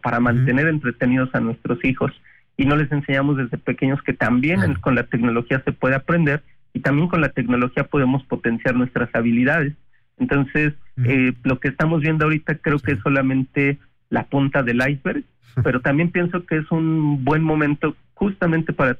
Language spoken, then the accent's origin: Spanish; Mexico; Y creo que nosotros como mexicanos, al depender de la tecnología